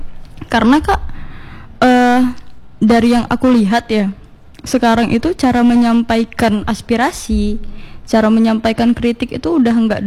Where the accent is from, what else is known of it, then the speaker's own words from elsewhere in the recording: Batam, Riau Islands, Indonesia; born there; aku memang kelahiran Batam dan ber-KTP Batam